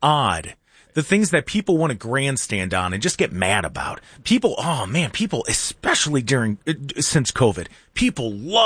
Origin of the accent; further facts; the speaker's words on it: United States; Because as an American, I believe in freedom of religion.